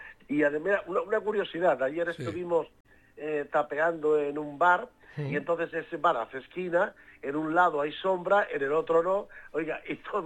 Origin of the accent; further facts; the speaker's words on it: Extremadura, Spain; Estoy en mi tierra natal, en Extremadura.